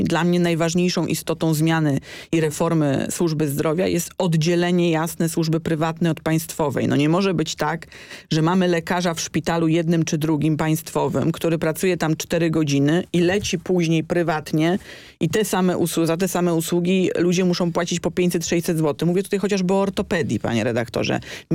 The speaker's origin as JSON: {"language": "Polish", "town": "Warsaw", "region": "Masovian Voivodeship", "country": "Poland", "tie": "born or raised there", "said": "sercem będąc w Warszawie, będąc warszawianką od urodzenia"}